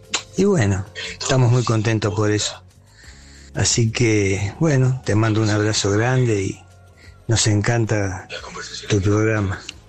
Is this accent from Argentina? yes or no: yes; Longchamps, Buenos Aires Province, Argentina; Y por otro lado … de Longchamps.